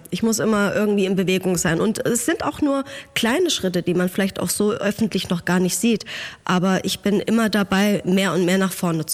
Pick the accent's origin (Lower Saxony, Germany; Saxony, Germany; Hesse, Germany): Hesse, Germany; accent: Hessian dialect; ich bin aus Hessen, ich habe schon echt einen Dialekt